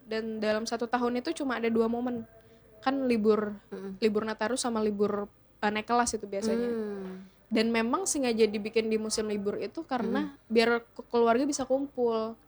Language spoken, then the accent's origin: Indonesian; West Sumatra, Indonesia; aku Minang, tapi aku baru tertarik buat belajar Minang itu setelah aku kemana-mana.